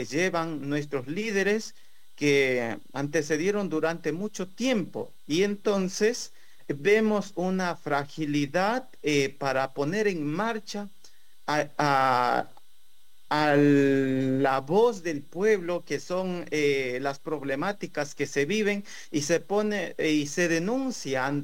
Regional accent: Orellana, Ecuador; yo vengo de la provincia de Arellana, perteneciente a la parroquia de Ayuma, de la comunidad Shuarzaquim.

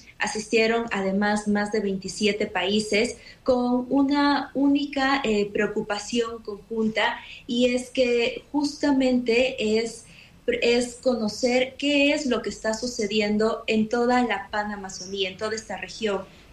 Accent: Ecuador

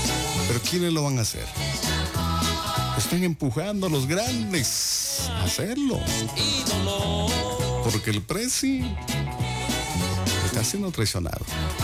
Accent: Guatemala; lo dijimos porque somos guatemaltecos.

